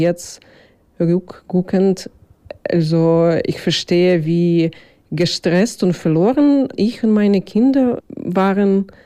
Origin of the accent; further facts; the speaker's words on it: Kyiv, Ukraine; German is a second language; now in Zeitz, Germany; weil ich komme aus Großstadt, aus dem Hauptstadt Kiew